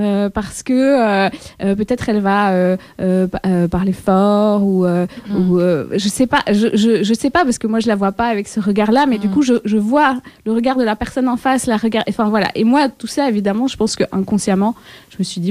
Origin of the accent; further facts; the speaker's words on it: Belgium; also born or lived in Mexico; moi j'ai une maman mexicaine et un papa belge. Je suis née au Mexique, mais j'ai grandi en Belgique. Je suis blanche.